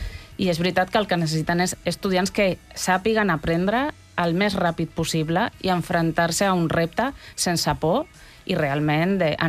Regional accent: Madrid, Community of Madrid, Spain; Catalan is a second language; moved away; Soc de Madrid

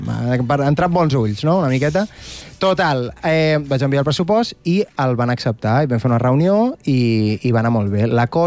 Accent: Badalona, Catalonia, Spain; jo també soc de Badalona

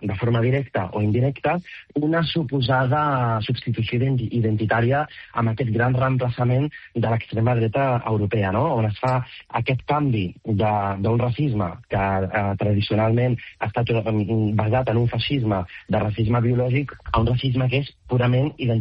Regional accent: Catalonia, Spain; com a persona musulmana, però també especialment com a català

